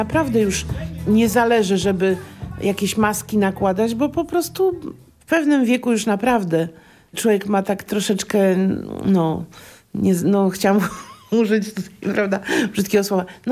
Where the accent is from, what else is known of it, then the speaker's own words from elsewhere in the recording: Warsaw, Masovian Voivodeship, Poland; accent: Warsaw dialect; Używam gwary warsiaskiej i wymowy warsiaskiej, no bo jestem warszawianką.